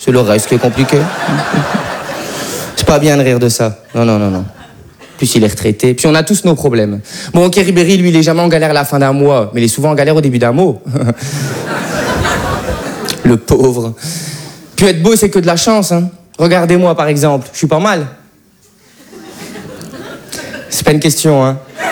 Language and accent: French; Belgium; parce que je suis belge et français